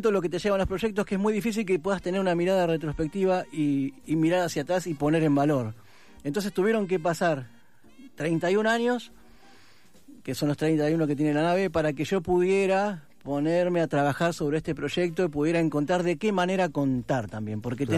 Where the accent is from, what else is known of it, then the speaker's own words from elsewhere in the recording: San Justo, Buenos Aires Province, Argentina; Yo soy del oeste, de San Justo, y San Justo, Ramos Mejía, Aedo, Morón, todos los cines de barrio los viernes a la noche tenían espectáculos de música donde podías ver todo tipo de artistas, y era muy interesante porque además yo vivía a dos cuadras del Cine Cere